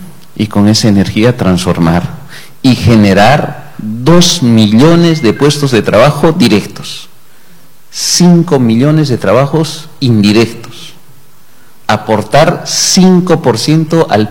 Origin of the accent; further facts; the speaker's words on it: Peru; somos peruanos